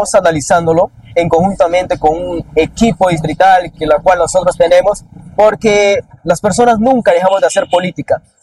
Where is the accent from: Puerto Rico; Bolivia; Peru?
Peru; nosotros como peruanos sabemos que el Perú está dividido.